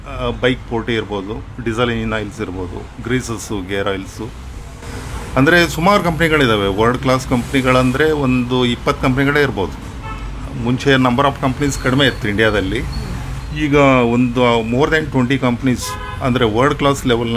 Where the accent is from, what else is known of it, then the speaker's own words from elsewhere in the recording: Karnataka, India; moved away as an adult; also born or lived in Hubli-Dharwad; now in Shivamogga, India; ನಾ basically from north Karnataka. ಇವರೇ ಅಂದರೆ ಹುಬ್ಳಿ ಧಾರವಾಡ ಕಾಲೇಜ್ ಎಲ್ಲ, ಆಮೇಲೆ ಬಿಸ್ನೆಸ್ ಅಂತೇಳಿ ಹಿಂಗೆ ಶಿವಮೊಗ್ಗದವರೆಗೆ ಬಂದೆ.